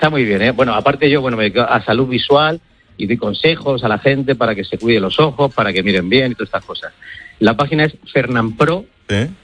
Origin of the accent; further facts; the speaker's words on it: Leganés, Community of Madrid, Spain; Mi caso es fácil, soy de Leganés, de la zona sur, familia muy humilde, mi padre albañil